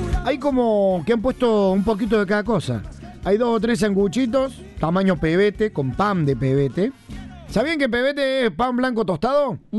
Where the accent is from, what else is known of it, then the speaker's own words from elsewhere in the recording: Pellegrini, Buenos Aires Province, Argentina; de Pellegrini, provincia de Buenos Aires.